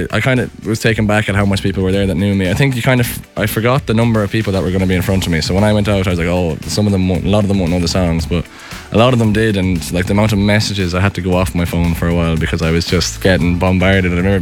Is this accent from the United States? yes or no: no; Ireland